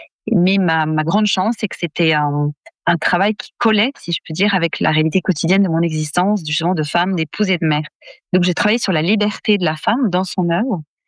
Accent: France; chez nous en France

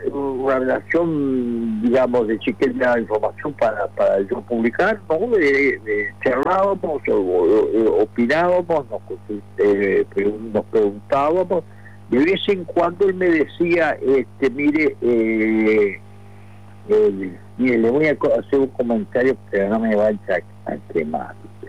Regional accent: Casupá, Florida, Uruguay; Yo soy de Casupá … comisionista.

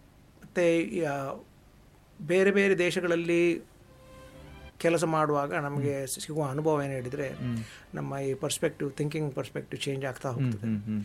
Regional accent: Dandeli, Karnataka, India; born there; moved away as an adult; also born or lived in Thumbe, Bantwal taluk / Surathkal; ಹುಟ್ಟಿದ್ದು ಇಲ್ಲಿ ಬಂಟ್ವಾಳ ತಾಲೂಕಲ್ಲಿ, ತುಂಬೆ ಅಂತ ಹೇಳೋ ಪ್ರದೇಶದಲ್ಲಿ. ಆದರೆ ಬೆಳೆದದ್ದು 7ನೇ ತರಗತಿಯವರೆಗೆ ದಾಂಡೇಲಿ ಅಂತ ಹೇಳುವ ಪ್ಲೇಸಲ್ಲಿ.

